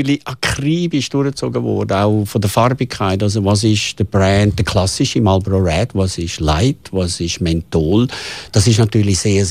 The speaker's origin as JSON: {"language": "German", "country": "Switzerland", "said": "Ich habe immer gesagt, also wir als Schweizer, wir leben mit einer Eigenverantwortung oder sind aufgewachsen mit einer Eigenverantwortung."}